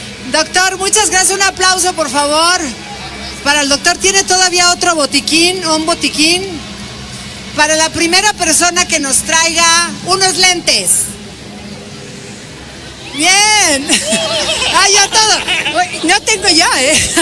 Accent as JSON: {"language": "Spanish", "region": "Puebla", "country": "Mexico", "said": "Así somos los poblanos."}